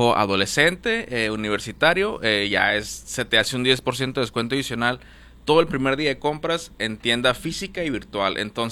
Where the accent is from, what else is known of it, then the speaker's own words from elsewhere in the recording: Mexico; como buenos mexicanos, es de que voy mañana